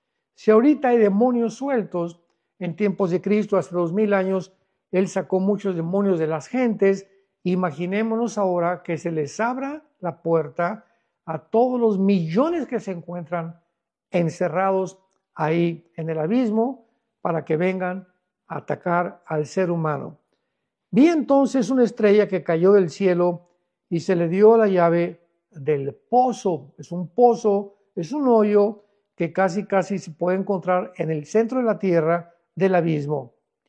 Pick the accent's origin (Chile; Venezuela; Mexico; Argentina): Mexico; Acapulco, Guerrero; moved away; cuando vivía muchos años, nosotros fuimos criados en Acapulco, Guerrero. Casi toda la primaria la hice allí en una escuela en Acapulco, Guerrero.